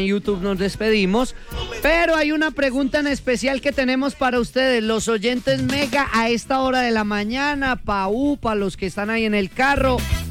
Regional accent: Colombia; uno como colombiano es más entrona

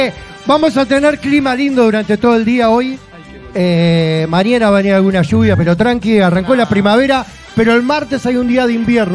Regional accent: Buenos Aires Province, Argentina; Yo nací acá a 10 cuadras, en este barrio, de toda la vida. Viví toda la vida, vive mi familia, de hecho, acá.

